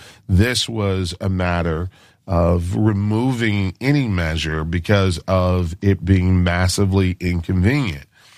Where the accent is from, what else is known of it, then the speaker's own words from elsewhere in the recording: Michigan, United States; my home state of Michigan